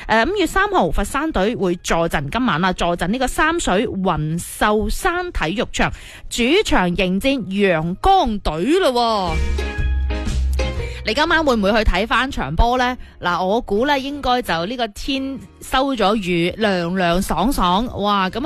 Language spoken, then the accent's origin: Cantonese; Guangdong, China; 我哋广东人